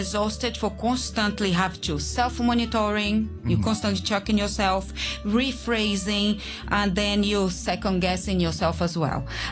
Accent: Brazil; English is a second language; moved away as an adult; also born or lived in Spain / United Kingdom; now in Hong Kong; I was born and raised in Brazil. Mm-hmm. I lived there for 19 years.

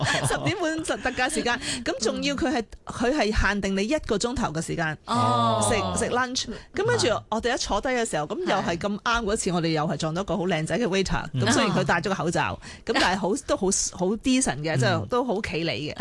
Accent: China; 咁好熱鬧嘅，即係全部一家大細啊，三代同堂咁去飲茶啊，好有我哋中國人嘅氣氛嘅

